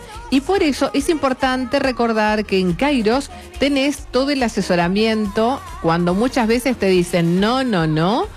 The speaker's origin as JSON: {"language": "Spanish", "country": "Argentina", "said": "porque así somos los argentinos, ¿no?"}